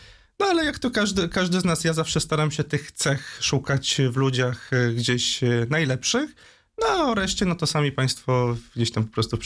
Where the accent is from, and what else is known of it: Wrocław, Lower Silesian Voivodeship, Poland; born there